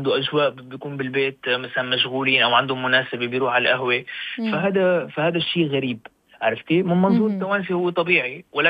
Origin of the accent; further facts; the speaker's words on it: Syria; now in Tunisia; ويلاحظ من لهجتي اني انا ماني تونسي، بيقول لي من وين الاخ، بقول له والله مثلا من سوريا،